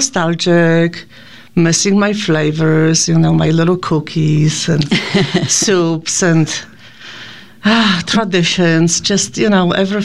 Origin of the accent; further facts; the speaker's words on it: Krakow, Lesser Poland, Poland; moved away as an adult; now in Ashland; born in Poland, of course, born and raised. I was a young lady in my 20s when I came here to Ashland.